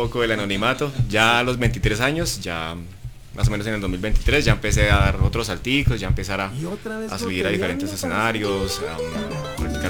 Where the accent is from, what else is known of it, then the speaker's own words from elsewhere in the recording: Miraflores, San Eduardo, Zetaquira, Boyacá, Colombia; Creo que todos somos del casco urbano, ¿verdad? Somos de Miraflores, de Berbeo, San Eduardo y principalmente el proyecto que viene del municipio de Zetaquira.